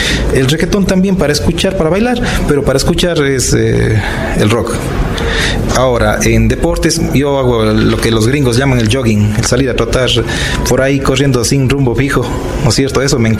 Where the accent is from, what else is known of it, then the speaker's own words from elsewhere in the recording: Cuenca, Azuay, Ecuador; a mi Cuenca del alma, a mi tierra santa.